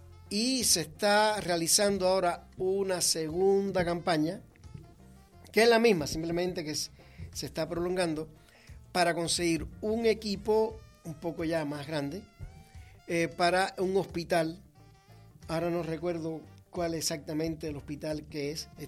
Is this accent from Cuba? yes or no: yes; Cuba